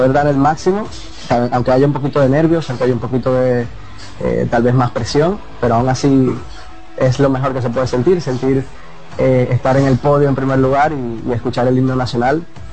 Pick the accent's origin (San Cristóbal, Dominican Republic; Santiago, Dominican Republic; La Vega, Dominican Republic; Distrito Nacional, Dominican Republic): La Vega, Dominican Republic; Concepción de La Vega; moved away; Yo soy originalmente de La Vega, Concepción de La Vega